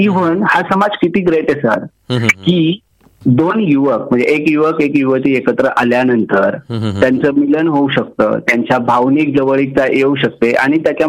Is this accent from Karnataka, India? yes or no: no; Beed, Maharashtra, India; मी ज्या जिल्ह्यातून आलो त्या जिल्ह्याचं नाव आहे बीड. बीडचा अर्थ होतो भीर, बीडचा अर्थ होतो पाणी. पाण्याचा प्रदेश असणारा म्हणजे 1947 पर्यंत निजामाच्या ताब्यात असताना हा पाण्याचा प्रदेश होता